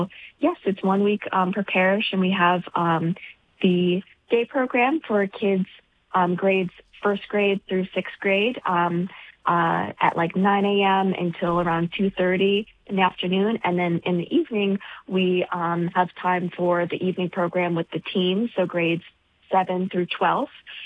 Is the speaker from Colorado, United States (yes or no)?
no; Richmond, Virginia, United States; now in Minnesota, United States; I'm actually originally from Richmond, Virginia, so I'm not from Minnesota.